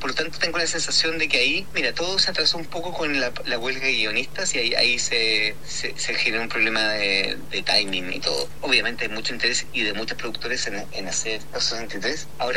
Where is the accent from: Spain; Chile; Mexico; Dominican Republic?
Chile; como chileno y latinoamericano